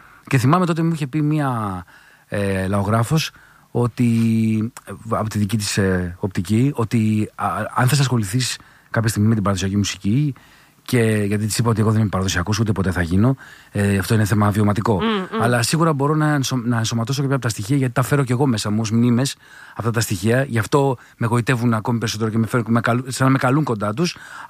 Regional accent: Drama, Eastern Macedonia and Thrace, Greece; Εγώ μεγάλωσα στη Δράμα, όπου στη Μακεδονία και στη Θράκη τα διονυσιακά δρόμενα είναι

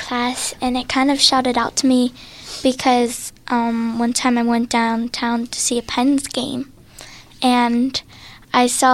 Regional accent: Pittsburgh, Pennsylvania, United States; I'm from the north side.

